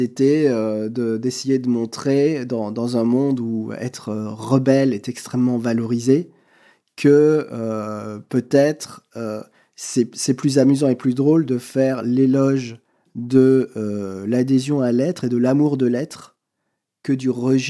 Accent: Bourges, Centre-Val de Loire, France; born there; moved away as an adult; also born or lived in northern France; je suis parti très vite de ma ville de naissance pour m'installer à Bourges, qui est dans le centre de la France et qui est une très belle ville médiévale et renaissante

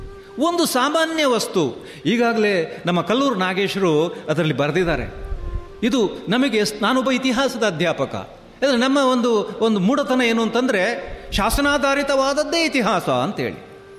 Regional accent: Karnataka, India; ತುಳು ಭಾಷೆ ಏನು, ಅದರ ಸೊಗಸನ್ನು ಅರ್ಥ ಮಾಡಿಕೊಳ್ಳುವಲ್ಲಿ ಖಂಡಿತವಾಗಿಯೂ ನಾವು ತುಳುವರು ಸೋತಿದ್ದೇವೆ.

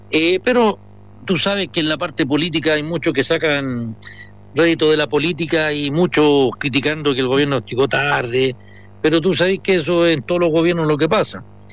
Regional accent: Chile; como pueblo chileno, que somos solidarios

